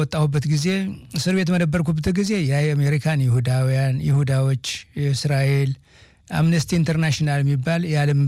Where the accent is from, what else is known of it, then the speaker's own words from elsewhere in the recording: Amhara, Ethiopia; also born or lived in Gondar; ከዚያ ተወልጄ ወደ ብርዋክስ ወደሚባል ቦታ ልጅነታችን አባታችንና እናታችን ለቀው አዲስ ቦታ ሲቆረቁሩ ከዚያ ቆርቁረን አምቦቨር ትምህርት ቤት እስከ ስድስተኛ ክፍል ድረስ